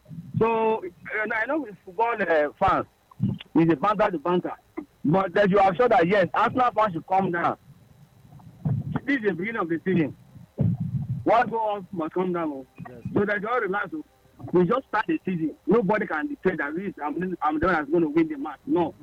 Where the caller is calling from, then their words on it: Agbada, Nigeria; I'm calling from Agbada.